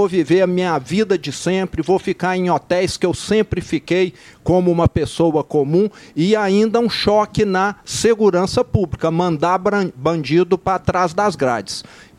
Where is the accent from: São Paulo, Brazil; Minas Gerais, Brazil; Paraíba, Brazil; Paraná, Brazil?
Minas Gerais, Brazil